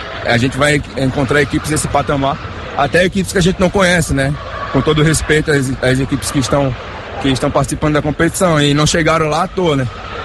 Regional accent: Northeast Region, Brazil; Eu falo por mim que eu sou nordestino, mas quando a gente chega lá é totalmente diferente.

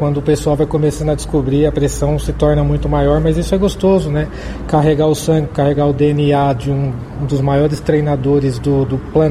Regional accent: Brazil; born there; Eu sou nascido no Brasil

